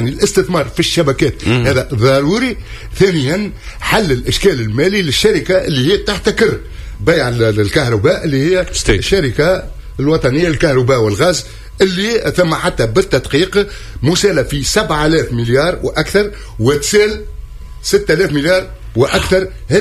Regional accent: Tunisia; احنا كتونسيين

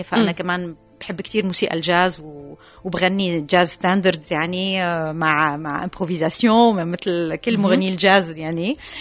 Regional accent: Syria; بعدين نحن لحقناهم سوريين، وهلأ عم شوف جيل جديد.

